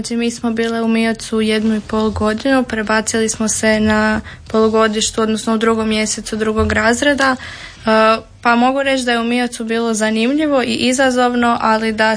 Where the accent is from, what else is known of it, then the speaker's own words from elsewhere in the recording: Sesvete, City of Zagreb, Croatia; Ja sam uvijek htjela upisati školu u gradu, jer dolazim iz Sesveta i htjela sam biti u centru grada.